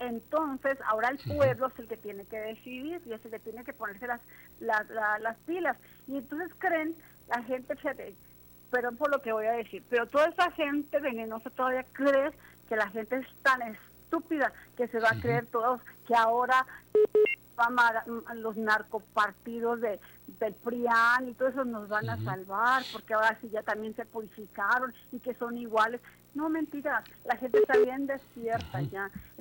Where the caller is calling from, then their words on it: Mexico